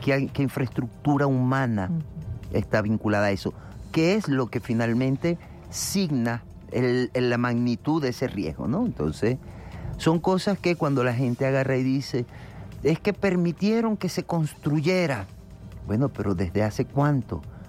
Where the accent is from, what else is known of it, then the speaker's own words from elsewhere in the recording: Venezuela; a todos nosotros y nosotras como venezolanos dentro de nuestra psique, desde nuestras emociones.